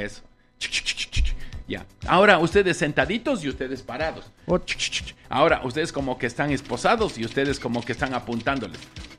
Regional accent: Ecuador; Ese es el sentimiento de los ecuatorianos

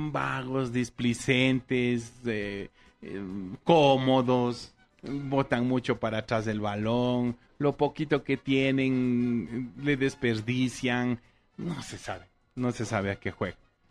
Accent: Ecuador; A nivel internacional somos de Ecuador y punto. Ahí apoyamos a todos los equipos ecuatorianos.

